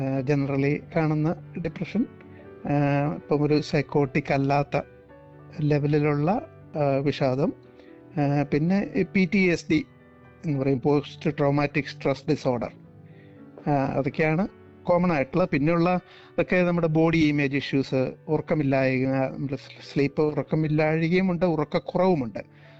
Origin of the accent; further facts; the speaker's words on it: Kerala, India; moved away; നമ്മൾ ഇന്ത്യയിൽ നിന്ന് വരുന്നവർ അല്ലെങ്കിൽ മലയാളികളായിട്ടുള്ളവർ